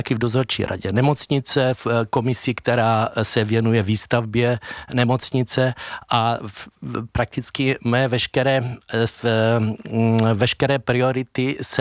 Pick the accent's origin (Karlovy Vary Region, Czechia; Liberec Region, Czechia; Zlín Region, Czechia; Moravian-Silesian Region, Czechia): Zlín Region, Czechia; Zlín; Já jsem v podstatě celý život trávím ve Zlíně. Narodil jsem se stejně jako mý rodiče, prarodiče ve Zlíně